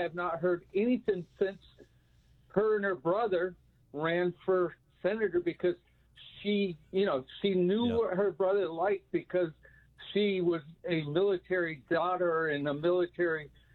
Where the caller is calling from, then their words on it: Kansas, United States; also born or lived in Vermont; Actually, I'm in your neighborhood. I'm